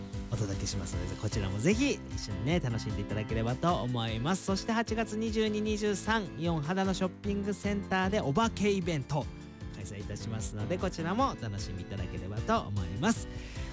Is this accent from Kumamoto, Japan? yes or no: no; Ibaraki, Japan; お盆は私の地元茨城ですよ皆さん、茨城県